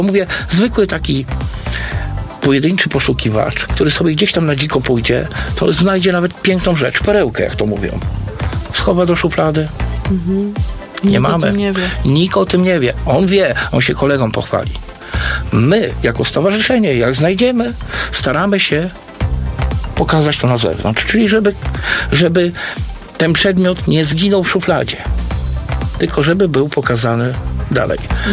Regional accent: Drawsko County, West Pomeranian Voivodeship, Poland; ja w mojej rodzinie urodziłem się już tu. Moi bracia, moi rodzice pochodzą gdzieś z Polski, więc jak tu się urodziłem, no to już mnie interesowała historia regionu. Pochodzę z rodziny leśników, no więc deptałem po tym lesie od dzieciaka i mieszkałem w okolicach Wierzchowa Złocienieckiego

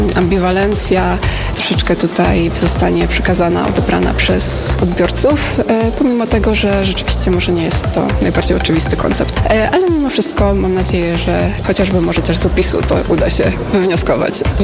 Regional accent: Toruń, Kuyavian-Pomeranian Voivodeship, Poland; jestem z Torunia.

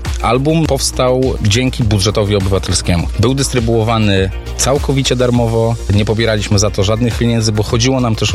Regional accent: Biała Podlaska, Lublin Voivodeship, Poland; wszyscy jesteśmy z Orzechówka

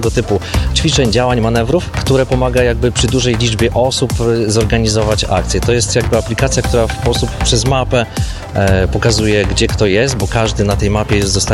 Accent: Suwałki, Podlaskie Voivodeship, Poland; My jesteśmy z Suwałk

